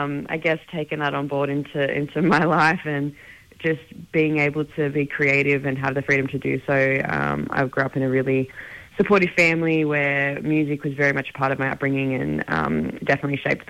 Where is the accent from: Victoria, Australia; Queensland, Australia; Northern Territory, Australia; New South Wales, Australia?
New South Wales, Australia; Central Coast; also born or lived in Hunter Valley, New South Wales; I grew up down on the Central Coast in New South Wales, and then moved to the Hunter Valley. And basically I grew up on property with horses